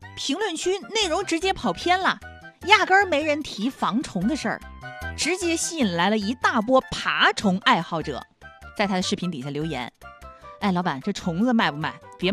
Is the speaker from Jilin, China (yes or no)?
no; Changsha, Hunan, China; 就让我想到了长沙老方言里头有一个狠狠。